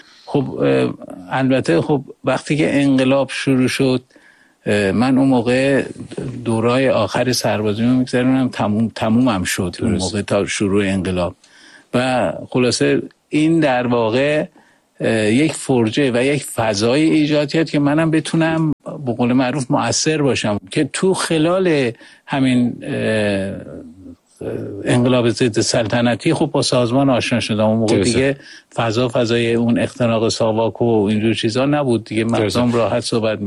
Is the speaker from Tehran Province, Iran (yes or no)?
yes; Tehran, Tehran Province, Iran; moved away as an adult; also born or lived in Kermanshah; از بچگی ولی خانوادم اومدن تهران دیگه، در واقع از تهران بزرگ شدم، اونجا مدرسه و دبیرستان رفتم